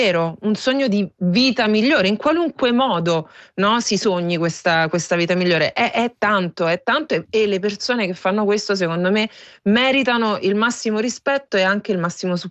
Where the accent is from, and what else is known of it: Ciampino, Lazio, Italy; moved away as an adult